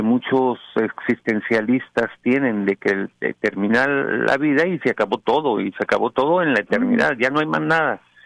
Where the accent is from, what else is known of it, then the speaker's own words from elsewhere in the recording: Mexico; Al haber pasado mi infancia en México